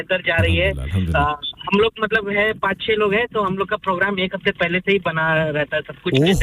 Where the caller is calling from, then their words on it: Bihar, India; मैं हम लोग बेसिकली बिहार से हैं।